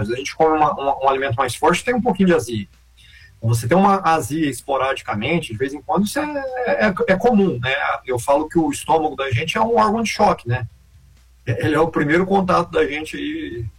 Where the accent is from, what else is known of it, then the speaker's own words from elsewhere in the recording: Minas Gerais, Brazil; born there; now in São Paulo, Brazil; Saudade de Minas. Eu tô em São Paulo, mas nasci em Minas.